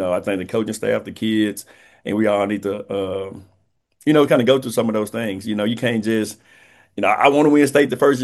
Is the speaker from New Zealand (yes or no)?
no; Houston, Texas, United States; moved away as an adult; now in Gladewater, United States; I'm from Houston, but this is my second home.